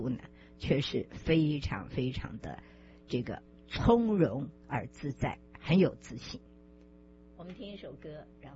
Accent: China; now in United States; 其实我们都是中国人，管你什么共产党啊、民主党啊，或者是国民党，我觉得来到美国，我们都应该彼此协助

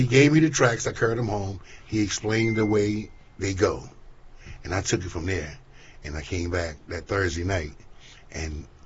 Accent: North Carolina, United States; I'm from North Carolina.

